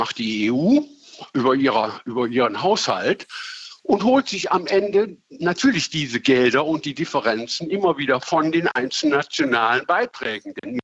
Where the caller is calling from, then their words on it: Neuss, North Rhine-Westphalia, Germany; Ich komme ungefähr aus Neuss an.